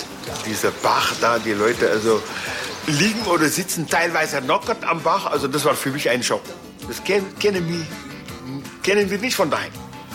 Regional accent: Senegal; Da war ich ja in Afrika, da war ich noch fast ein Kind. 1970.

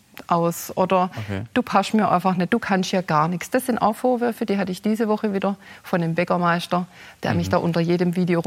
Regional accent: Baden-Württemberg, Germany; accent: Swabian

